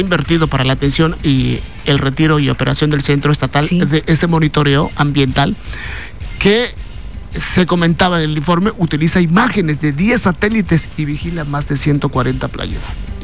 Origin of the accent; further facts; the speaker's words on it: Mexico; Soy puro mexicano, nacido en esta tierra.